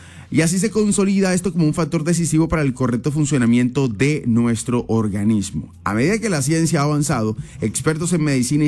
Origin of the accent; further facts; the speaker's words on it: Valledupar, Cesar, Colombia; yo por defender sinceramente mi tierra, y también se ven atardeceres muy hermosos en Valledupar